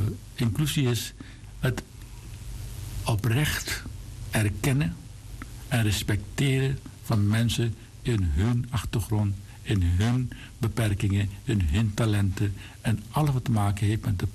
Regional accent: Paramaribo, Suriname; Toevallig ken ik een Mithielschool waar ik ben in Suriname geboren. In de stad aan de Koningsstraat naast de Zaten-Trambandier.

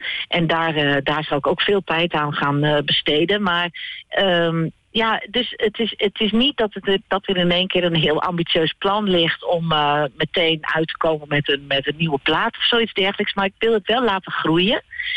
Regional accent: Groningen, Netherlands; moved away; ik kom natuurlijk uit Groningen.

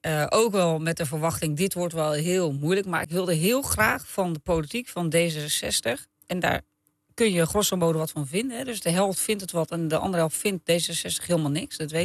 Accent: Lisse, South Holland, Netherlands; wij komen ook uit Lisse. Dus we zijn ook wel een beetje bescheiden.

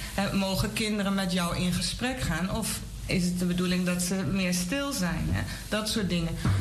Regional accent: Gelderland, Netherlands; ik kom hier uit Nederland, ik ben in de Achterhoek opgegroeid

